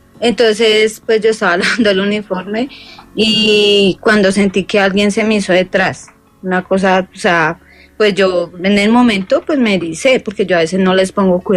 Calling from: Bogotá, Colombia; Pues ahí en Suba, yo vivo en Suba prácticamente.

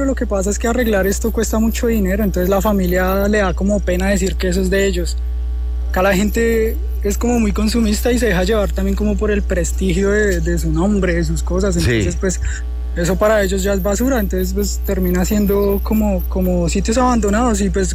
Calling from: Colombia; yo soy de Las Cruces, parcero, yo soy colombo coreano, pero pues soy de barrio bajo

